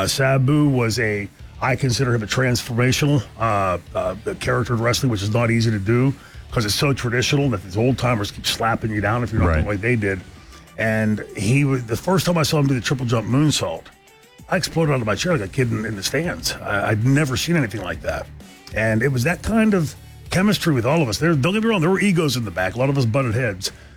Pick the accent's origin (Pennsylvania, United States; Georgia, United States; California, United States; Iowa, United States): Pennsylvania, United States; Pittsburgh; growing up in Pittsburgh